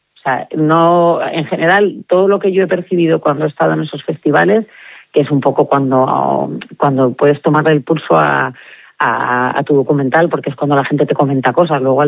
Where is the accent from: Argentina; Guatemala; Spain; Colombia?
Spain; Madrid, Community of Madrid; moved away; yo sí en su momento lo di, hace 20 años me vine de Madrid, y ves que el paso desde luego cuesta, porque tienes tus raíces